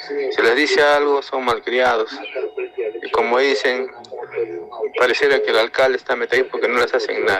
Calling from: Hunter, Arequipa, Peru; soy ciudadano de Hunter.

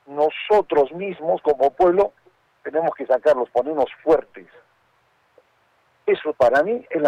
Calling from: Arequipa, Peru; como arequipeños que somos

